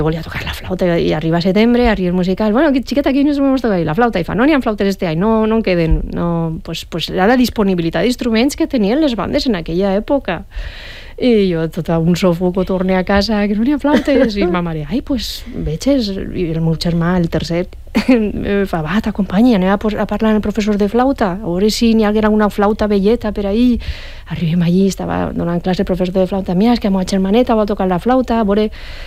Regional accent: Alboraia, Valencian Community, Spain; molts dels músics professionals que som ara d'Alboraia.

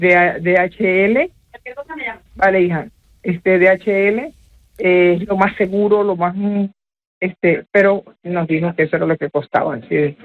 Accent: Venezuela; Nuestro granito de arena tiene que ser un montón muy grande para ayudar a mi tierra, Venezuela.

